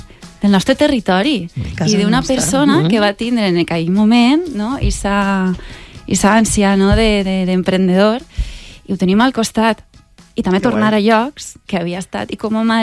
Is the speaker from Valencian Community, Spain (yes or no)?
yes; Alcoy, Valencian Community, Spain; Jo com a alcoiana